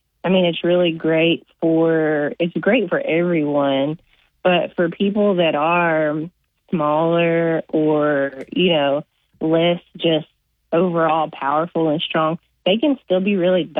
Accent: Broken Bow, Oklahoma, United States; also born or lived in Nashville; now in Arkansas, United States; I grew up in Broken Bow, Oklahoma. I've kind of lived all over the place, including Nashville. But I've been in Arkansas for 2 years.

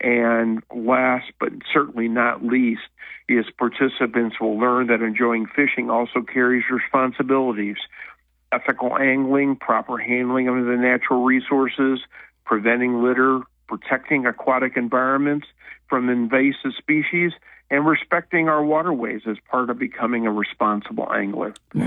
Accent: St. Louis, Missouri, United States; moved away; I'm from St. Louis originally

